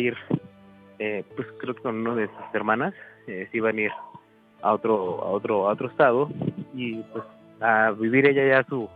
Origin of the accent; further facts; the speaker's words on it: Mexico City, Mexico; now in Veracruz, Mexico; Soy nativo de la Ciudad de México, pero ando viviendo por acá.